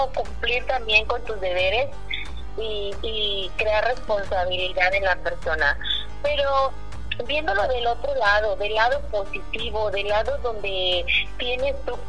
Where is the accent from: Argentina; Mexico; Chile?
Mexico; nosotros como mexicanos